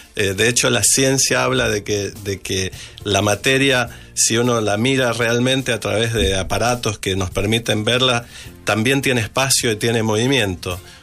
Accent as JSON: {"language": "Spanish", "region": "Buenos Aires", "country": "Argentina", "tie": "born there", "said": "Nací en Argentina, en Buenos Aires."}